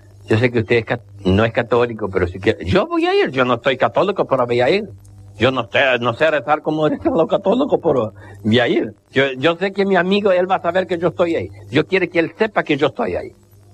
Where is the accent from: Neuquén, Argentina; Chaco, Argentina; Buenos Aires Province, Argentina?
Chaco, Argentina; Yo soy de una localidad del Chaco donde hay un crisol de raza.